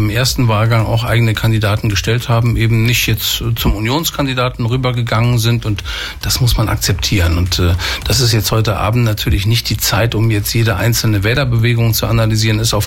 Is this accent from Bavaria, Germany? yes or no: no; Georgsmarienhütte, Lower Saxony, Germany; Ich bin ja hier in Georgsmarienhütte aufgewachsen